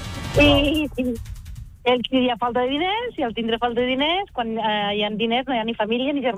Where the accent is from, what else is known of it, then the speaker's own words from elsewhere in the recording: Catalonia, Spain; Aunque soc catalana, però soc mig valenciana. Tinc que apoyar els valencians.